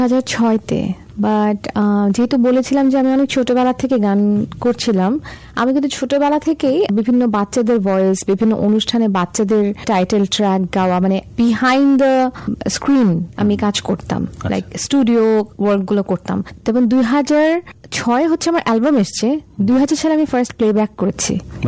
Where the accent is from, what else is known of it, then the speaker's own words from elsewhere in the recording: Dhaka, Dhaka Division, Bangladesh; আমার জন্ম ঢাকায়, আমার বেড়ে ওঠাও ঢাকায় এবং আমার গান শেখা সবকিছুই ঢাকাতেই।